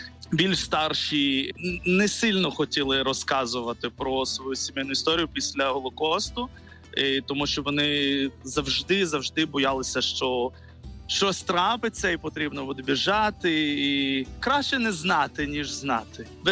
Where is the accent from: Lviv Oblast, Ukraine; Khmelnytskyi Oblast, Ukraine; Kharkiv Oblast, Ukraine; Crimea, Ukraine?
Crimea, Ukraine; ми з Криму, наші батьки з України, з Криму, не просто з України